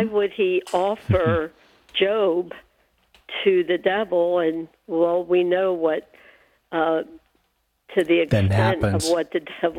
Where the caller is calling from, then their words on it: Baltimore, Maryland, United States; Well, I'm from the Annunciation Cathedral in Baltimore, Maryland.